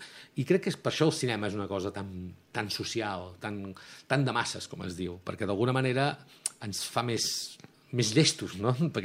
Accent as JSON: {"language": "Catalan", "town": "Girona", "region": "Catalonia", "country": "Spain", "tie": "born or raised there", "said": "es basa en una època que vaig viure de petit, a la ciutat meva, jo soc de Girona"}